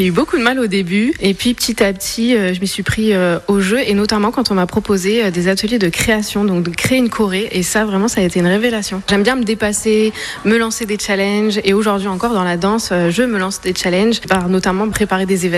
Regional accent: Fréjus, Provence-Alpes-Côte d'Azur, France; Je suis une petite varoise. Je viens de Fréjus parce que mon papa était dans la marine. Je suis restée jusqu'à 25 ans, donc j'ai fait mes études. J'y ai découvert la danse.

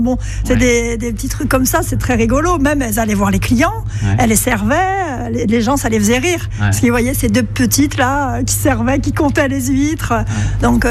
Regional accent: Brittany, France; Je suis bretonne à la base, donc forcément.

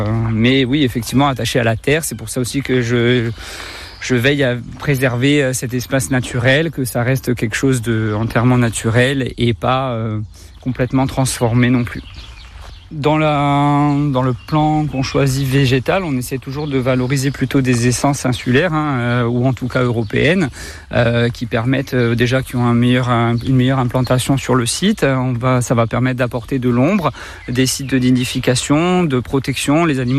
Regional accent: Corsica, France; Alors oui, moi je suis pas né en Corse, mais j'ai grandi en Corse. Je suis en Corse depuis la maternelle, hein, sur le Nebbio. Donc je suis originaire du Nebbio depuis tout petit.

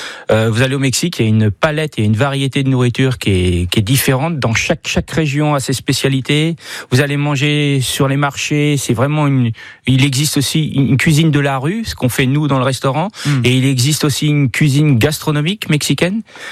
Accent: Le Mans, Pays de la Loire, France; parce que moi je suis natif du Mans à la base, je suis d'origine du Mans.

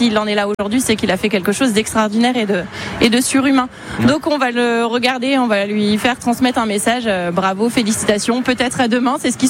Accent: Angers, Pays de la Loire, France; moi je suis angevine.

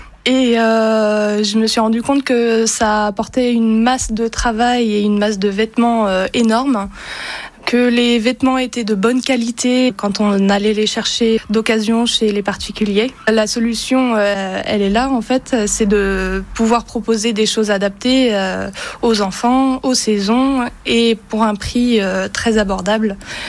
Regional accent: Pays de la Loire, France; now in Saint-Gilles-Croix-de-Vie, France

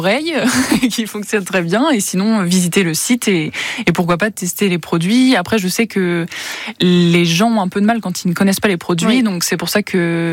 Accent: Fréhel, Brittany, France; je suis de Fréhel

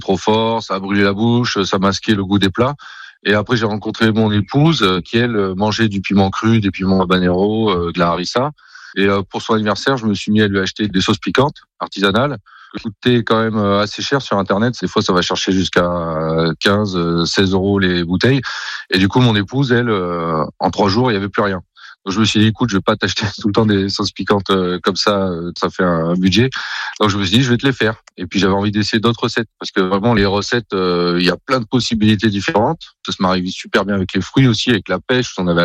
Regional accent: Auvergne-Rhône-Alpes, France; born there

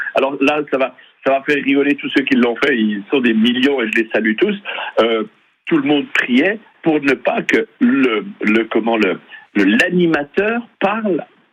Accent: Bavilliers, Bourgogne-Franche-Comté, France; chez nous à Bavillers

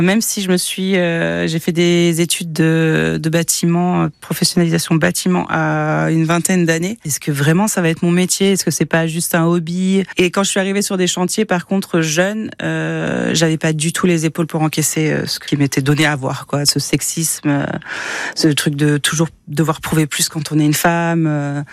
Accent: Tours, Centre-Val de Loire, France; je suis une Tourangelle de 42 ans

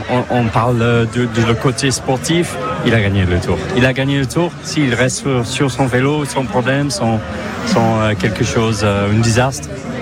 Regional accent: England, United Kingdom; French is a second language; je suis anglais

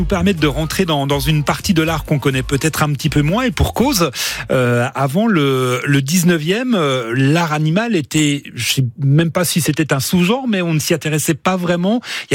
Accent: Bourgogne-Franche-Comté, France; chez nous en Franche-Comté

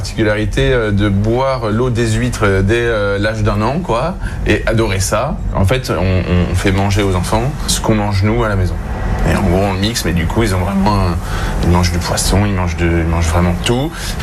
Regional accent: Provence-Alpes-Côte d'Azur, France; moi je suis originaire de Provence, on est au pied du Mont Ventoux

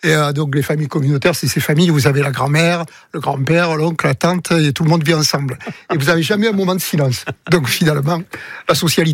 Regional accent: Marseille, Provence-Alpes-Côte d'Azur, France; je suis issu des quartiers nord de Marseille.

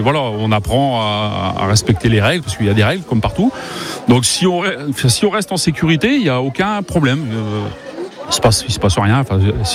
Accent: Lens, Hauts-de-France, France; now in Marseille area, France; moi à la base je suis pas de la région, donc je voulais en faire parce que je suis du Nord, je suis de Lens.

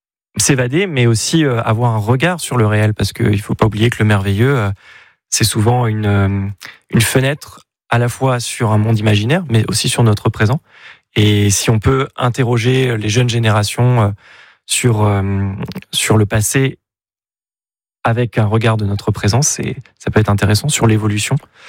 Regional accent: Sillé-le-Guillaume, Pays de la Loire, France; j'ai grandi à Sillé-le-Guillaume et souvent je me baladais dans la forêt de Sillé

